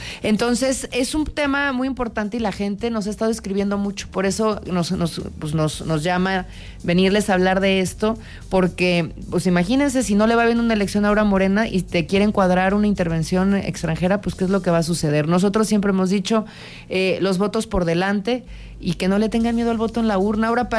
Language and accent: Spanish; Querétaro, Mexico; Yo soy queretana